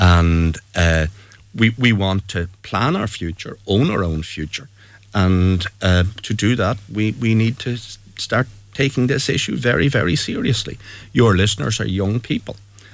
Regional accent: Ulster, Ireland; born there; I was born in County Donegal.

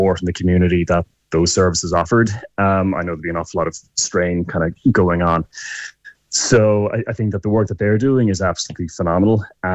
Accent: Galway, Connacht, Ireland; now in Dublin, Ireland; I'm based with the army up in Dublin. I'm from Galway.

